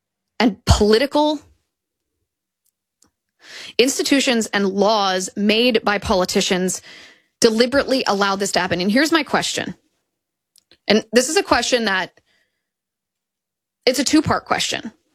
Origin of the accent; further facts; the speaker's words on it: United States; we as Americans